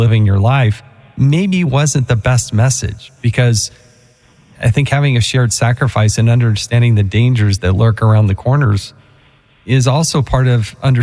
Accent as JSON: {"language": "English", "region": "Utah", "country": "United States", "said": "I'm a member of Congress. I'm from Utah."}